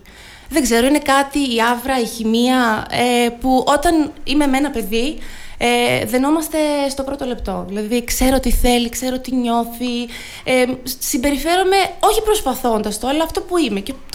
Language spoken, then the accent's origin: Greek; Kastoria, West Macedonia, Greece; moved away as an adult; also born or lived in Thessaloniki; now in Kastoria, Greece; Επέστρεψα στην Καστοριά, ναι.